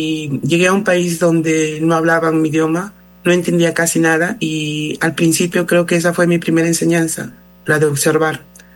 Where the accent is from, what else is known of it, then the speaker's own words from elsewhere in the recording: Ica, Peru; born there; ejerzo la abogacía en mi país, Perú, en el lugar donde nací, que es Ica.